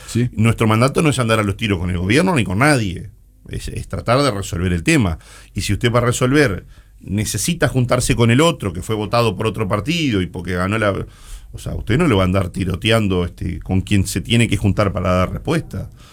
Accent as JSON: {"language": "Spanish", "country": "Uruguay", "said": "me preocupan como uruguayo"}